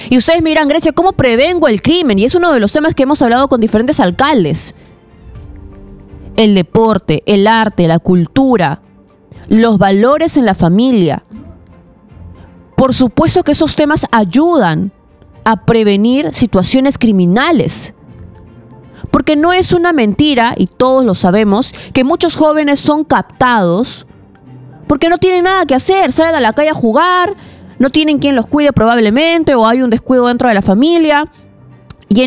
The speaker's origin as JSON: {"language": "Spanish", "country": "Peru", "said": "los peruanos tenemos que velar por los intereses de los peruanos"}